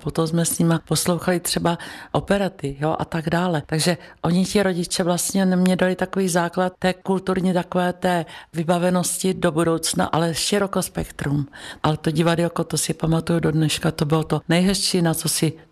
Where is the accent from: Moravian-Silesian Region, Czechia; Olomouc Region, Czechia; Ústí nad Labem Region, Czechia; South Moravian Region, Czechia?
Olomouc Region, Czechia; Přerov; born there; also born or lived in Hulín; Můj tata tam tenkrát sloužil jako nádražák. My jsme tam chvilečku bydleli, i když jsem se narodila v Přerově.